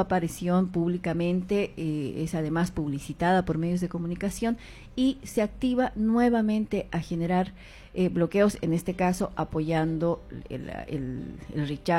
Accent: Bolivia; Nosotros como ciudadanos bolivianos conocemos de que la señora Achacollo

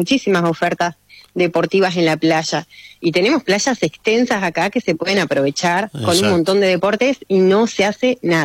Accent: Viedma, Río Negro, Argentina; somos nacidos y criados en Viedma

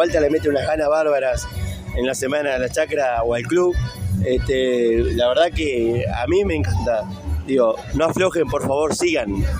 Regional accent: Maldonado, Uruguay; Nosotros venimos de Maldonado, somos los cumbieros.

